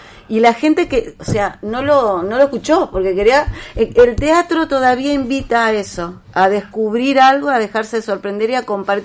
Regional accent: Santa Fe, Argentina; como santafesinos y santafesinas.

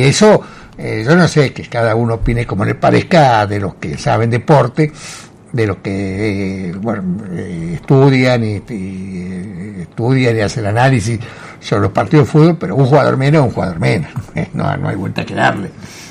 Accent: Argentina; los argentinos acompañamos a esta selección

